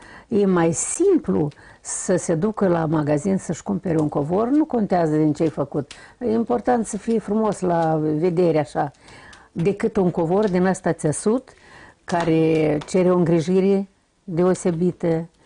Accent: Manta, Cahul District, Moldova; Eu țin minte că noi ne sculam la 3 noaptea, amândouă, și ne duceam pe jos, de la Manta la Cahul, 14 kilometri, prin Glot

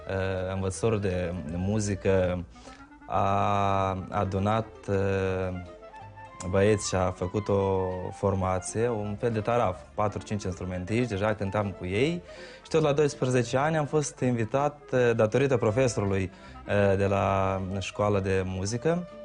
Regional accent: Chernivtsi Oblast, Ukraine; moved away; eu cumva sunt la interferență între Bucovina și Hierța. Satul meu este așezat chiar lângă Codrii Cosminului.

